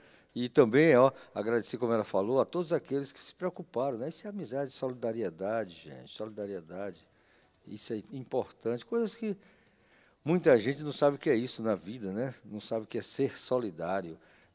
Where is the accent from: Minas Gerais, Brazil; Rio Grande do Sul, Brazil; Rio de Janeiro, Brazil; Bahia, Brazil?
Bahia, Brazil; Eu mesmo sou baiano, mas um recado para mim também.